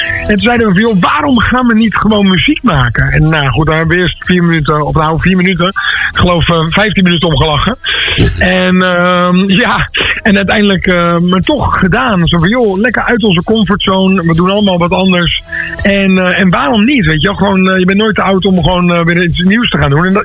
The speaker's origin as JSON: {"language": "Dutch", "country": "Netherlands", "said": "als Nederlanders zijnde"}